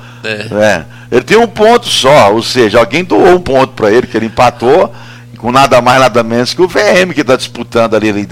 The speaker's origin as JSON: {"language": "Portuguese", "region": "São Paulo", "country": "Brazil", "moved": "as an adult", "said": "Eu que sou do interior de São Paulo, estou aqui há 16 anos, né?"}